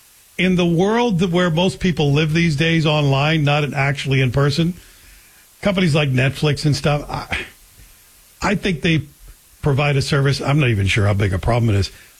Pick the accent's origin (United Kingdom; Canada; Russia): Canada; But to move there as a Canadian, I had to prove that I made more money than almost anyone in my field